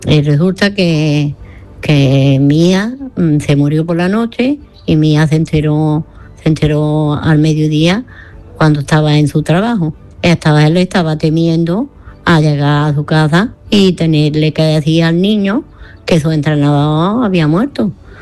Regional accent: Granada, Andalusia, Spain; Le iba a decir de que el por qué digo que soy de Granada.

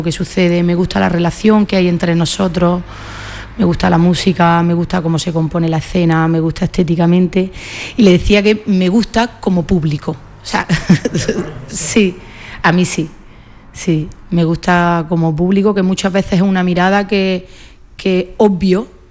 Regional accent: Granada, Andalusia, Spain; yo soy de Granada

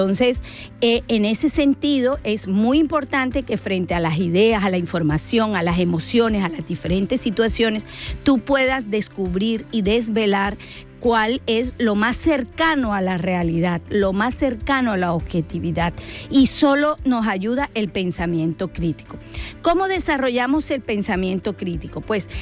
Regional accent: Colombia; especialmente para nosotros los colombianos. Yo soy colombiana

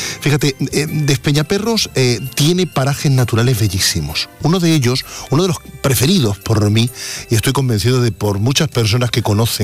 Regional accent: La Carolina, Andalusia, Spain; tú sabes que yo soy de la Carolina y además presumo de carolinense, de andaluz del norte.

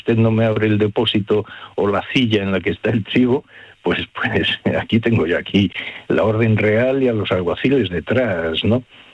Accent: Granada, Andalusia, Spain; also born or lived in Málaga; Me siento granadino y malagueño también, ¿qué le voy a hacer?

